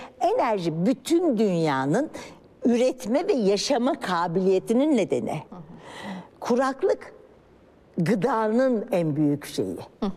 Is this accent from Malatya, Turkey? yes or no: yes; Malatya, Turkey; Tabii ben şimdi Malatyalıyım, ailemin bana anlattığı şeylerden eskiden arazilerde bütün arazi sahiplerinin dönüşümlü su kullanma durumu varmış.